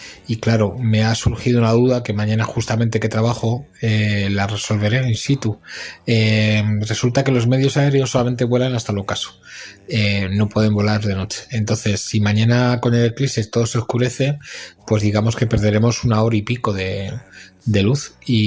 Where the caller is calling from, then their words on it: Madrid, Community of Madrid, Spain; Hola, buenas. … de Madrid.